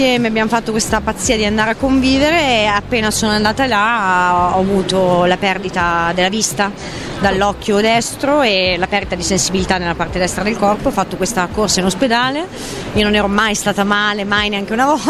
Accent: Emilia-Romagna, Italy; E io sono emiliana

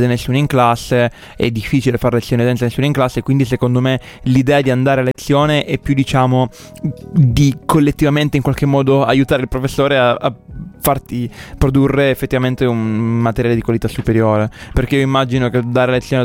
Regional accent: Apulia, Italy; moved away; anche io che sono pugliese

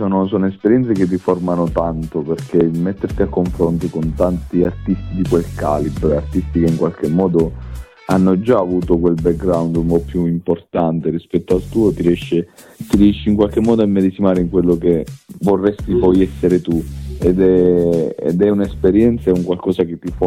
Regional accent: Lagonegro, Basilicata, Italy; Adesso il 27 tra l'altro la facciamo al Lago Negro, nel mio paese, in ricordo

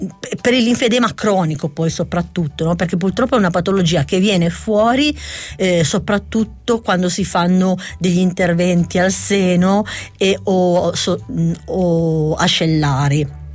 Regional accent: Bricherasio, Piedmont, Italy; Noi siamo di Bricherasio

